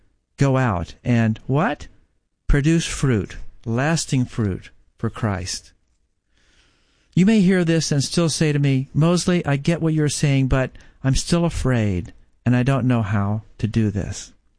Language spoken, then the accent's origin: English; United States; I'm an American.